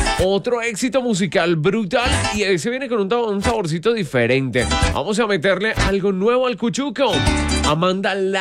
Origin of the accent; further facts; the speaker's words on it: Duitama, Boyacá, Colombia; O sea, hermano, yo soy de Duitama … soy de Duitama, soy de mi tierra, soy boyacense. Tal vez el acento no es tan característico de mi región, pero de todas maneras amo mi Boyacá